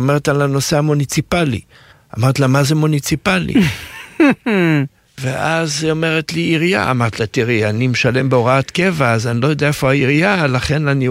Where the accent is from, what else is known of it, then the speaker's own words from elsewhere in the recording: Jerusalem, Jerusalem District, Israel; אני נולדתי בירושלים, וההורים שלי רשמו אותי לתיכון לידה, מה שנקרא ליד האוניברסיטה.